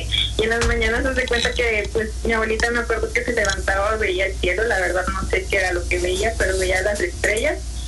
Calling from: Ciudad Victoria, Tamaulipas, Mexico; De aquí, de Ciudad Victoria.

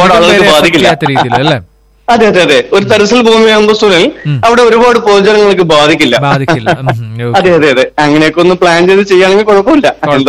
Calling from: Palakkad, Kerala, India; നമ്മുടെ ലാലേട്ടൻ ഒടിയനൊക്കെ movie shoot ചെയ്ത് ഞങ്ങളുടെ നാട്ടിലാണ്.

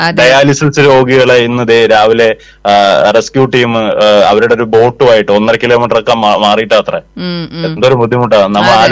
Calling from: Kerala, India; Correct പുൽപ്പള്ളിയാണ്, അതായത് ചിറ്റൂരിന്ന് പാലക്കാട് പോകുന്ന കൊടുമ്പ് വഴി പോകുന്ന സ്ഥലം.

